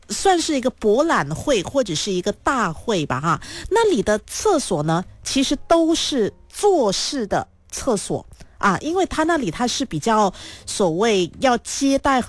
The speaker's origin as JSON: {"language": "Chinese", "country": "Malaysia", "said": "哎，对我们马来西亚人来说是一个福音呢"}